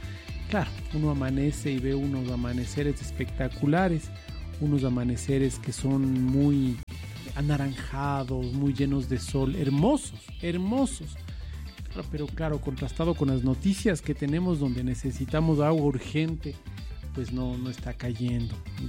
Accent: Quito, Pichincha, Ecuador

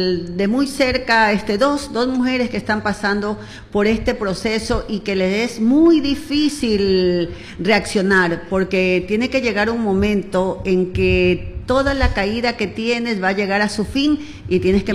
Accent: Manabí, Ecuador; como somos las mujeres manabitas

